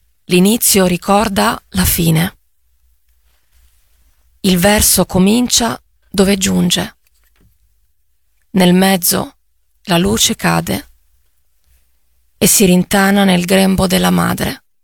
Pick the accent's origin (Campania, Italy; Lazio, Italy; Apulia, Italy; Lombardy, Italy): Apulia, Italy; Taranto; Taranto. È Taranto, la mia città natale. Il dialetto è un dialetto molto cupo, un dialetto sordo, un dialetto gutturale, con molte consonanti.